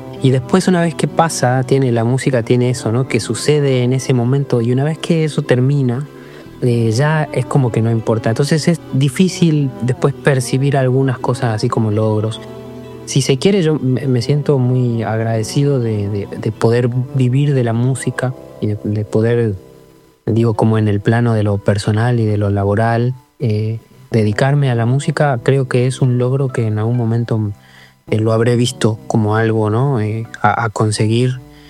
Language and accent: Spanish; San Salvador de Jujuy, Jujuy, Argentina; de haber nacido y crecido en Jujuy, que ya de por sí es como una sociedad muy musical y se vive mucho la música todavía en algunos espacios en la calle, en algunos espacios.